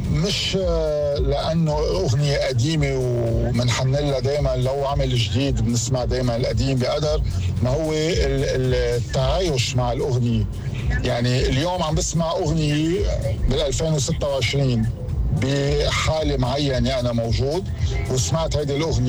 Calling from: Beirut, Beirut Governorate, Lebanon; أنا من بيروت

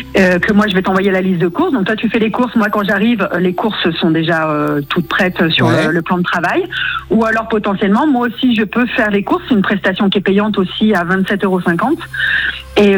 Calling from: Auvergne-Rhône-Alpes, France; je suis en Isère

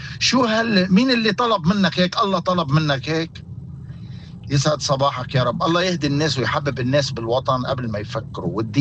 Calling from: Beirut, Beirut Governorate, Lebanon

